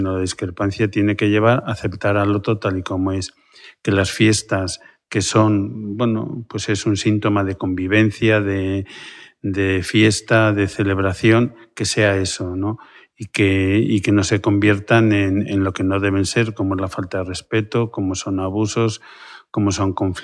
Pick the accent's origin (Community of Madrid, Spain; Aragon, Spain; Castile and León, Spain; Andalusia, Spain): Aragon, Spain; now in Pamplona, Spain; yo como aragonés disfruto mucho